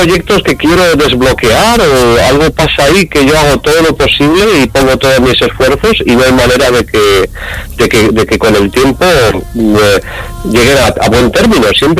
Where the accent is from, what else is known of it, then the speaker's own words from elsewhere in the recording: Valencia, Valencian Community, Spain; De Valencia capital, sí.